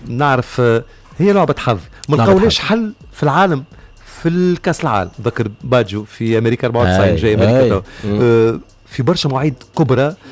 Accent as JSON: {"language": "Arabic", "country": "Tunisia", "said": "انا تونسي راه في السويد شفت الليستا شفت تونس بارتو في العالم دلي نحكي على تونس محلي انا تونسي"}